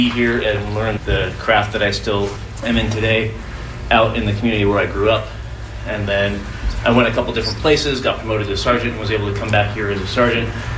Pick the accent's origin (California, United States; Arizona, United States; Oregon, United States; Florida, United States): Oregon, United States; Clackamas County; So I grew up just outside of East Precinct, off 162nd and Foster, just in the Clackamas County. So I went to Centennial Schools. My grandparents, my dad was born in Lynn, so like 85th and Duke. And then when I was growing up, they lived at 130th and Bush. So I've got deep roots out here.